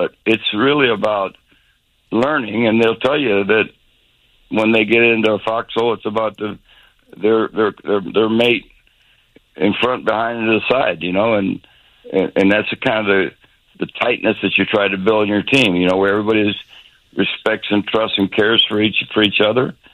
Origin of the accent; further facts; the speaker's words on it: Tampa, Florida, United States; when I was born and raised in Tampa, Florida, my dad, my family, you know, was all about baseball.